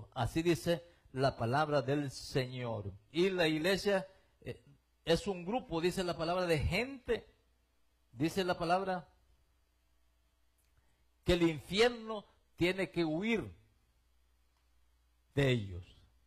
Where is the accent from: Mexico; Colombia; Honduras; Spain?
Honduras; puedo poner por ejemplo en mi país Honduras